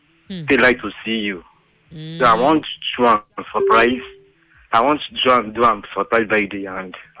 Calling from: Lagos, Nigeria; From Lagos.

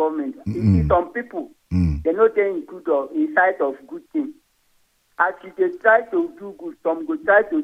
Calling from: Ijebu-Ode, Ogun, Nigeria; I'm calling from Ijebu-Ode.

